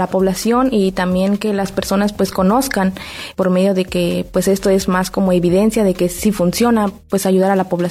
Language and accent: Spanish; Tantoyuca, Veracruz, Mexico; Yo soy del estado de Veracruz, en el Tantoyuca